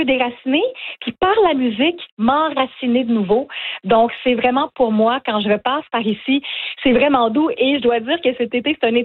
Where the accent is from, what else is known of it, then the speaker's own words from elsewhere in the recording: Maria, Quebec, Canada; Je me sens dans mon patelin, pas très loin de chez moi, d'où je viens, de la Gaspésie, de la baie des Chaleurs.